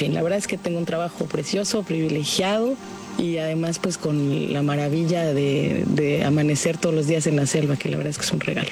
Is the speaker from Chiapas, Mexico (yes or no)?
yes; Chiapas, Mexico; born there; moved away as an adult; now in Solferino, Quintana Roo, Mexico; yo nací en Chiapas, de ahí mi gran amor por la naturaleza, pero el trabajo me trajo acá.